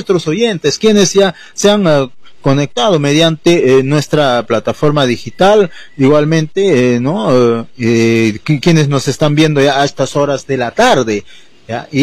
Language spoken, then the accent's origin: Spanish; Ricrán district, Jauja province, Junín, Peru; moved away; yo soy del distrito de Arricrán, de su anexo Tambillo, así se llama el lugar de donde yo he procedido